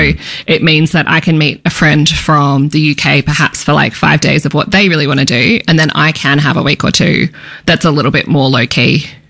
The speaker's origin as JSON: {"language": "English", "country": "Australia", "said": "I do feel like as an Australian, we're so spoiled with beaches here."}